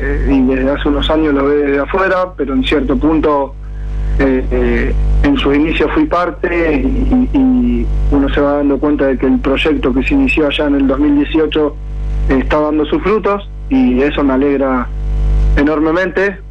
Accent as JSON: {"language": "Spanish", "town": "Casilda", "region": "Santa Fe", "country": "Argentina", "said": "éramos de Casilda"}